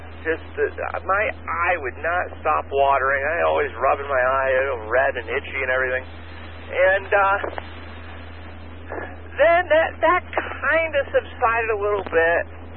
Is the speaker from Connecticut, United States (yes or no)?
yes; Connecticut, United States; moved away as an adult; now in North Carolina, United States; I grew up in Connecticut.